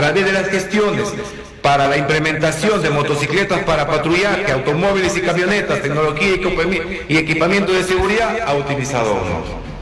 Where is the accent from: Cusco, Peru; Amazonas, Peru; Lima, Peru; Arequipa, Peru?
Amazonas, Peru; soy ciudadano de Cubamba, lo he sufrido, lo he vivido